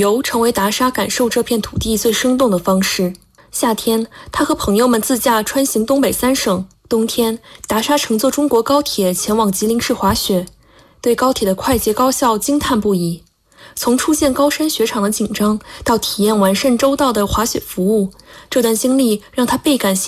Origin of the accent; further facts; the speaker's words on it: Ryazan, Ryazan Oblast, Russia; Chinese is a second language; now in Changchun, China; 我来自美丽的俄罗斯延赞市。